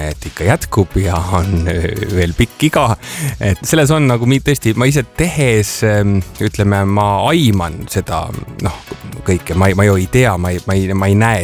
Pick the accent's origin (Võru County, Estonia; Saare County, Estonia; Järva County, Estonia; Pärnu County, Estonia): Pärnu County, Estonia; Pärnu; Tiiu, tead, kus ma olen kasvanud? Ma olen kasvanud Pärnu rannarajoonis.